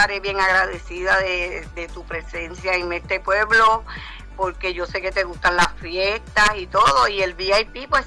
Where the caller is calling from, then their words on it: Cataño, Puerto Rico